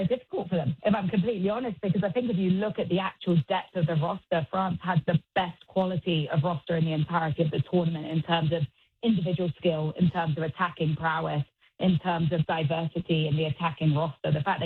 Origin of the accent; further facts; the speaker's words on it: United States; We as American sports fans love sports where there's lots of goals being scored